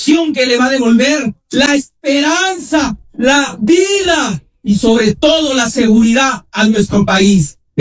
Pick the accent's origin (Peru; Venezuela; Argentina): Peru; Arequipa; como arequipeño, exhortar que otro arequipeño como Jorge Nieto pueda decirle a los arequipeños